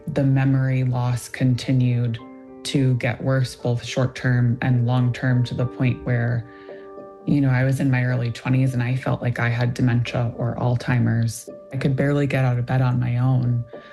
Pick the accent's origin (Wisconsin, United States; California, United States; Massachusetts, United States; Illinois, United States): Illinois, United States; Growing up in Illinois, Lyme disease and ticks, I would say, at least in my area, was not talked about. You know, it wasn't really a conversation in Illinois.